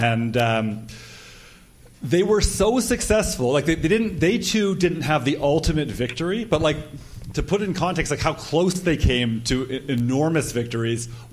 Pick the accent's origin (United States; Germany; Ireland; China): Ireland; That's how much we as Irish people care.